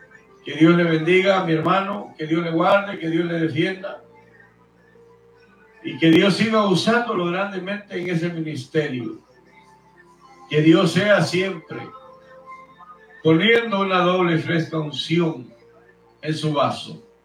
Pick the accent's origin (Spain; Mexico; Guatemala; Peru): Guatemala; now in Houston, United States; Guatemala, mi tierra natal, el predicador presente … nacido en Guatemala, viviendo aquí en Estados Unidos.